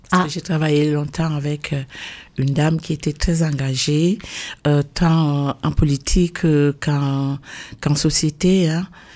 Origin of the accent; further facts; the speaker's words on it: Cameroon; moved away as an adult; now in Valence, France; quand j'arrive à Valence, il y a 23 ans, j'étais déjà une femme active au Cameroun, mon pays d'origine d'où je venais